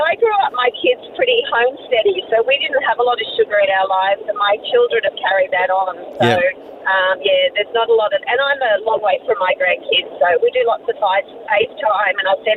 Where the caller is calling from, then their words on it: Charleville, Queensland, Australia; I'm driving home from Cunnamulla to Charleville.